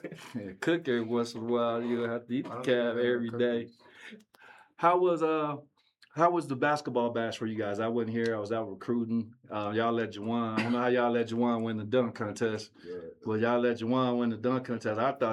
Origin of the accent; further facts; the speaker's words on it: Gary, Indiana, United States; and I'm being from Gary, Indiana at that time, man.